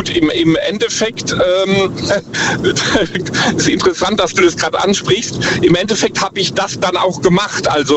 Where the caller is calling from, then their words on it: Ruppertsberg, Rhineland-Palatinate, Germany; Ich komme aus der Ecke Ruppertsberg.